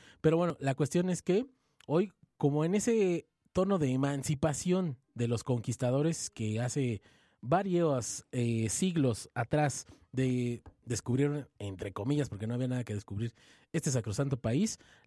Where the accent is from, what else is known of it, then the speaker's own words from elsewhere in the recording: Mexico; como mexicanas, mexicanos, mexicanes